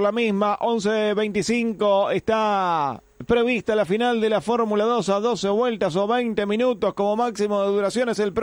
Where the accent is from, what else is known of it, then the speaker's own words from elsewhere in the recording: Marcos Paz, Buenos Aires Province, Argentina; soy de Marcos Paz.